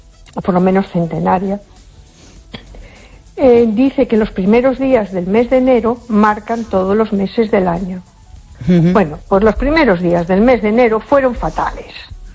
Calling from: A Coruña, Galicia, Spain; de Coruña.

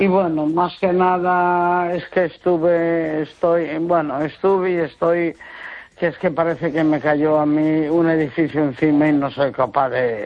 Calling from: Neda, Galicia, Spain; Hola, buenas noches, Esther.

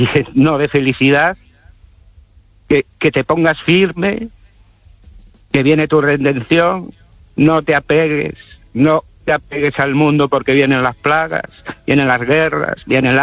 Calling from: Ourense, Galicia, Spain

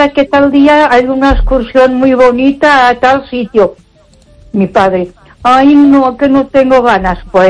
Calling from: Ponferrada, Castile and León, Spain; de Ponferrada.

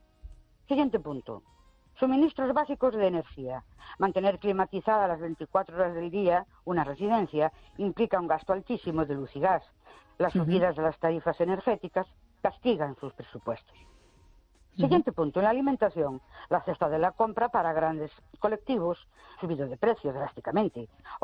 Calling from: Ourense, Galicia, Spain; Buenas noches … de Ourense.

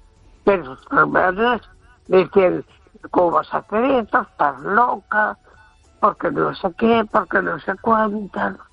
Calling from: A Coruña, Galicia, Spain; de Coruña.

